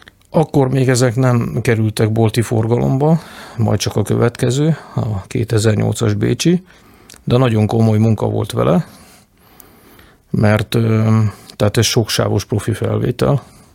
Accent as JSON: {"language": "Hungarian", "region": "Budapest", "country": "Hungary", "tie": "born there", "said": "Én ugye Pesten születtem"}